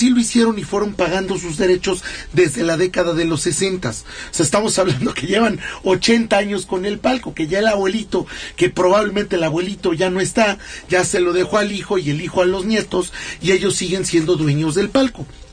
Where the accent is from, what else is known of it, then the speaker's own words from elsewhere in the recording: Mexico; yo no me quito la verde, yo soy un patriota y yo me voy a quedar con México hasta el último segundo.